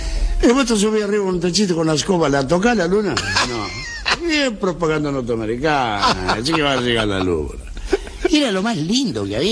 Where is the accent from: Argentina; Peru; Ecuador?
Argentina; Buenos Aires; born or raised there